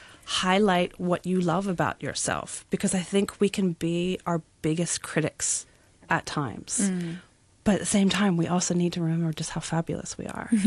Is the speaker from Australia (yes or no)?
yes; Australia; I'm Aussie.